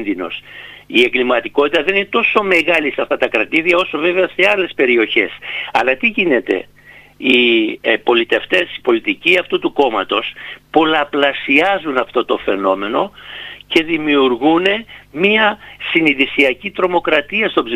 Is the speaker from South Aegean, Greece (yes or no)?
no; Chios, North Aegean, Greece; στην πατρίδα μου, στη Χίο